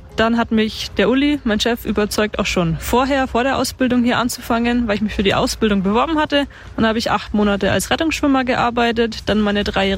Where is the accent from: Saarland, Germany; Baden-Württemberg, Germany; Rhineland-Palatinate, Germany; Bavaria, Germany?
Bavaria, Germany; Bayreuth; moved away as an adult; now in Plankenfels, Germany; Ich komme aus Bayreuth ursprünglich und wohne mittlerweile jetzt in Plankenfels